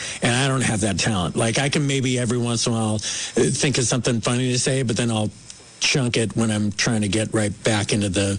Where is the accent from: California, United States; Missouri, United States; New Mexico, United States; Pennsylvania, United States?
California, United States; Oakland; born there; I was born in Oakland.